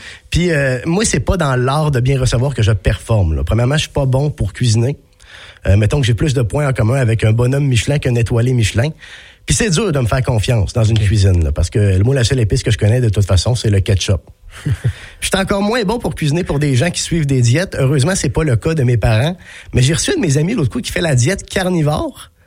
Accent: Sainte-Croix, Quebec, Canada; now in Montreal, Canada; Moi, je viens. J'ai grandi à Sainte-Croix-de-la-Binière, okay. Pas loin de Québec.

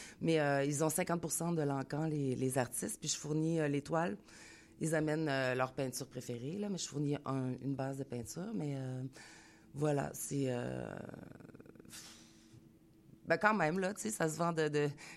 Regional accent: Quebec City, Quebec, Canada; now in Montreal, Canada; Je viens de Québec. Moi, ça fait 25 ans que je suis à Montréal.

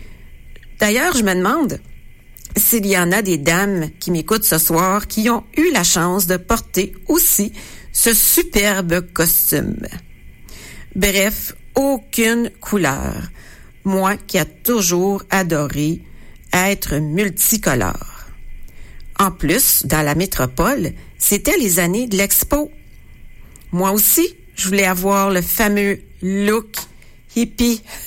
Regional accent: Montreal, Quebec, Canada; now in Rimouski, Canada; J'ai grandi à Montréal.

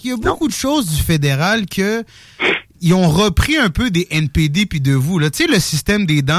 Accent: Quebec City, Quebec, Canada; Moi, j'ai grandi, puis je suis né dans Jean Lesage, là.

